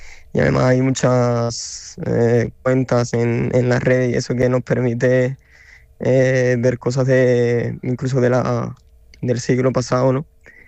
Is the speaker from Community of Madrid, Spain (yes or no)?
no; Andalusia, Spain; now in France; La gente de aquí se creen que soy de Francia y los de Francia saben que soy andaluz.